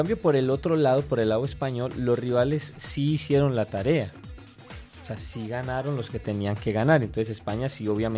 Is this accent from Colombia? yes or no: yes; Colombia; a uno como colombiano, porque uno también es hincha de Colombia